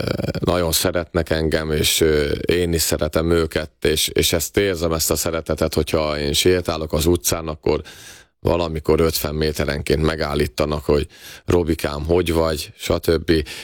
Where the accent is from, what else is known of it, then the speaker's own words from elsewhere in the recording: Kaposvár, Somogy, Hungary; Kaposváron születtem, és még 12 évesen az volt az álmom, hogy a egyszer a Rákócziba játszhassak, ami sikerült is, aztán nagyon hamar elkerültem